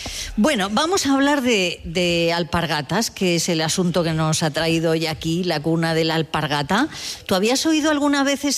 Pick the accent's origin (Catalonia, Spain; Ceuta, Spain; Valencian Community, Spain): Catalonia, Spain; Cervera; now in La Rioja, Spain; No, yo soy cerveriense.